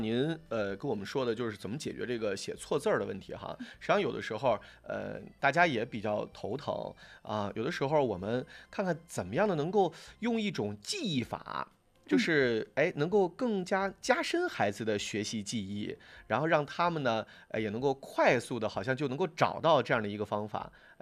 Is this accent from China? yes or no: yes; China; 作为中国人来说的话我们必须要说好中国话也要用好中国字